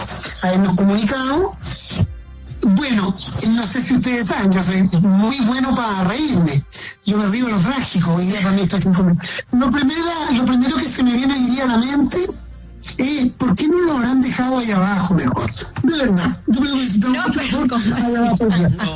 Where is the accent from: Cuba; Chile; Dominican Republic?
Chile; nos reíamos de esa situación porque pasaban muchas cosas por la cabeza de nosotros como mineros chilenos.